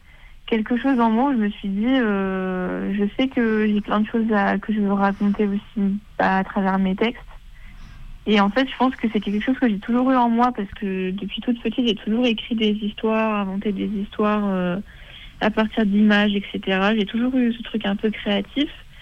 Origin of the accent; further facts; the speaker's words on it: France; le fait de quitter mon pays natal, donc je ne peux pas ne pas en parler. Mais avant tout, je pense aussi être une jeune femme qui a grandi en France.